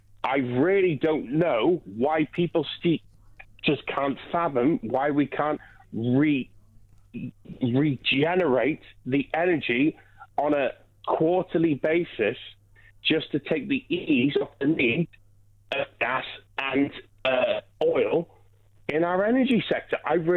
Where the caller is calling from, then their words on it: Wales, United Kingdom; I'm talking from South Wales